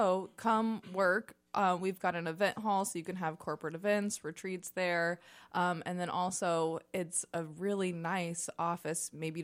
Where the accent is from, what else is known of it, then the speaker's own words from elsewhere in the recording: Champaign, Illinois, United States; Yeah, I'm from Townie. I'm from Champaign, yeah.